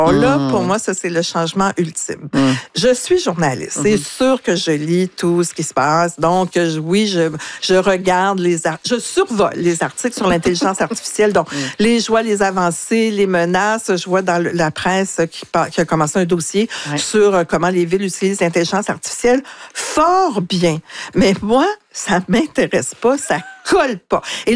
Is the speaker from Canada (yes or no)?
yes; Quebec, Canada; Alors donc, en tant que Québécois, ça devrait pas m'intéresser la piscine.